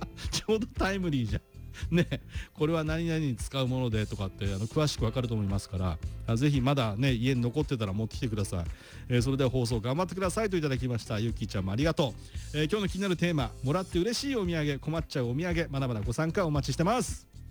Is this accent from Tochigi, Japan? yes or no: yes; Tochigi, Japan; 私のふるさとの栃木県の佐野